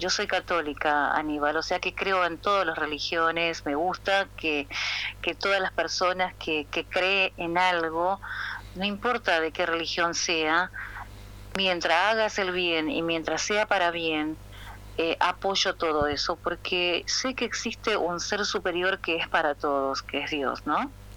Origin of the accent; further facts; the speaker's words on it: Paraguay; now in Argentina; paraguaya, vivo en Argentina hace más de 20 años.